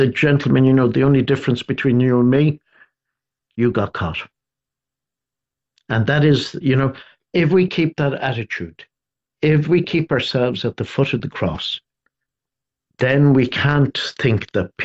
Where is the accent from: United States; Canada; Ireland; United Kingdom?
Ireland; Dublin, Leinster; a Passionist brother when I was growing up in Dublin.